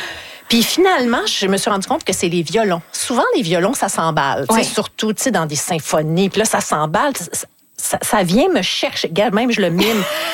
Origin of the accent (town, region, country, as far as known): Quebec City, Quebec, Canada